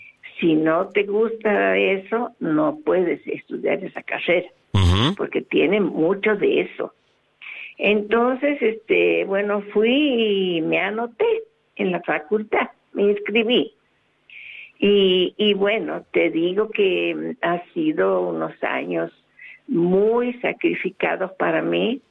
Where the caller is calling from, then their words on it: Santiago del Estero, Argentina; de Santiago del Estero.